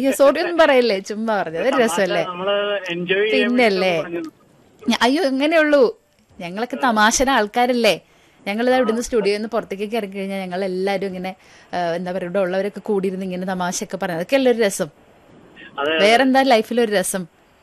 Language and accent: Malayalam; Nettoor, Kerala, India; എറണാകുളത്ത് തന്നെയാണ്, നെട്ടൂർ എന്നുള്ള സ്ഥലത്ത്.